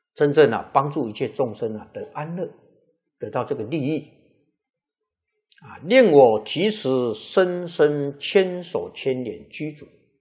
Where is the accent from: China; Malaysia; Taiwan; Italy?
Taiwan; 你看那个澳洲呢，跟我们台湾人口差不多啊